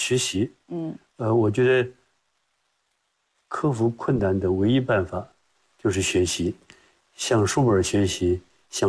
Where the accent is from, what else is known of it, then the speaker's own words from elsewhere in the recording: Nanyang, Henan, China; moved away; 因为我们生在1938年，抗日战争。我为什么会生在南阳呢？就是逃日本。